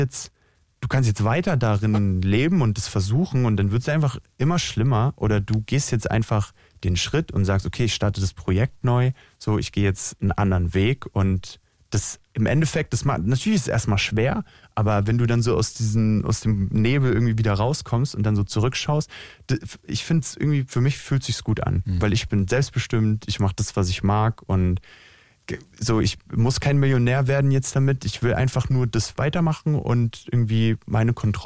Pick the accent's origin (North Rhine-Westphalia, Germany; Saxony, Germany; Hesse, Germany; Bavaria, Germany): Bavaria, Germany; ich komme aus der Nähe von Nürnberg.